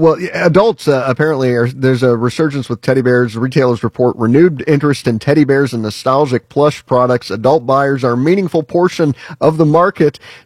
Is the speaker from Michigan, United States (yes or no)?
no; Indiana, United States; growing up in Indiana